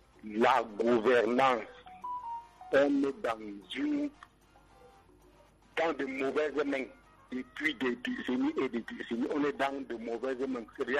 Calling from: Cameroon; Je suis camerounais de père, de mère

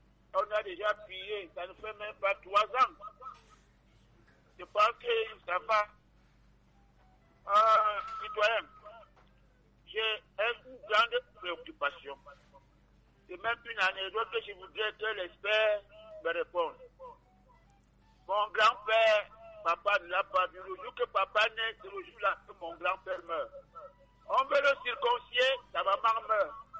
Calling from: Minkama, Centre, Cameroon; Problème de chez moi à Minkama.

